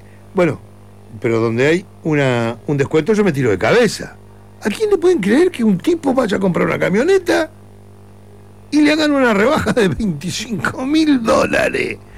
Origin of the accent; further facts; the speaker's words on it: Maldonado, Uruguay; Yo soy recontra uruguayo, gracias a Dios, y recontra fernandino.